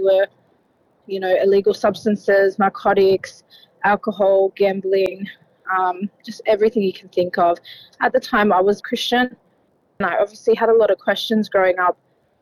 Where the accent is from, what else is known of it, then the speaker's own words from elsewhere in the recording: Illawarra, New South Wales, Australia; I've got two brothers and four sisters. We grew up down south in the Illawarra. We were a happy family. Everything was, like a normal Lebanese family.